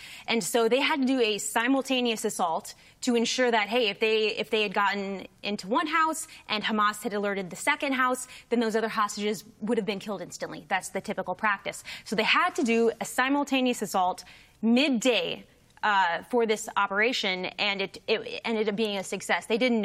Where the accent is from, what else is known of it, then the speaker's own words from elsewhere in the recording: United States; I'm an American film producer.